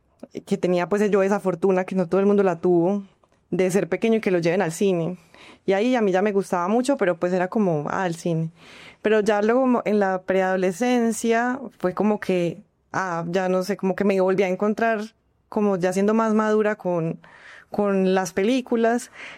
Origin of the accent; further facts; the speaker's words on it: La Estrella, Antioquia, Colombia; now in Medellín, Colombia; yo crecí en La Estrella, entonces yo pues vivía no en Medellín, sino en La Estrella